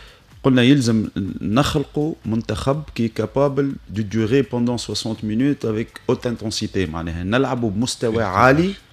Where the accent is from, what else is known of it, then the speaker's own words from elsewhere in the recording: Tunisia; عندنا في تونس